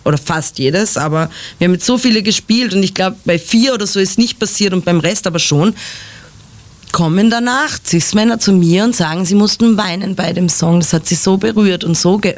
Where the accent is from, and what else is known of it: Ebensee, Upper Austria, Austria; born or raised there; now in Vienna, Austria